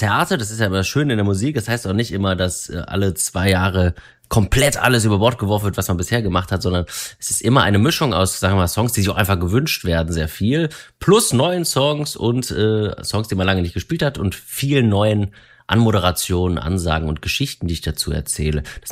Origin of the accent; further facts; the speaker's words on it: Wuppertal, North Rhine-Westphalia, Germany; born there; now in Berlin, Germany; Liedermacher aus Berlin, gebürtiger Wuppertaler, aber seit vielen, vielen Jahren in Berlin, Jahrzehnten bald.